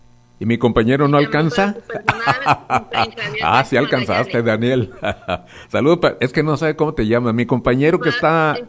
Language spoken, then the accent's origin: Spanish; Nayarit, Mexico; estoy muy contento aquí en mi tierra, Nayarit.